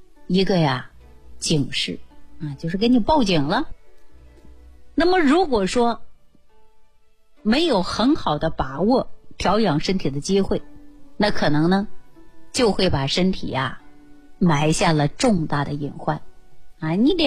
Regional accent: China

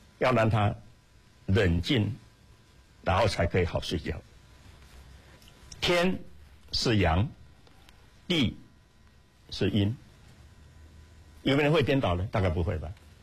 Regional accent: China; 我想我们中国人向自然学习的东西太多太多了。

